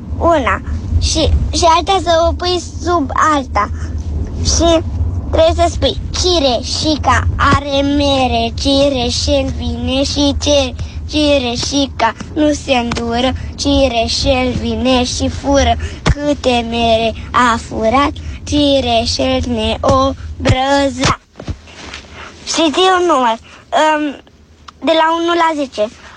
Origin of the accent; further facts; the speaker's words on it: Cornetu, Ilfov, Romania; Sunt din Cornetu. Am 7 ani și sunt în mașină cu mama.